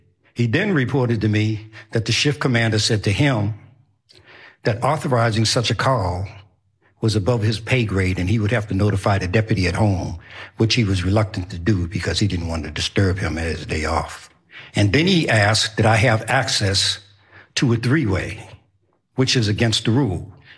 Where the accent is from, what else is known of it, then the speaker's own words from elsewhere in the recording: Boston, Massachusetts, United States; I'm 71 years old, born and raised in Boston, one of 10 children.